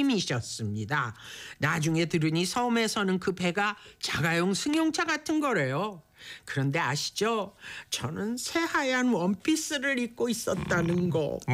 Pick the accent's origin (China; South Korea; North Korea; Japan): South Korea; Seoul; 당시 저는 나름 서울 깍쟁이, 서울 촌것이라 날것을 잘 못 먹었거든요.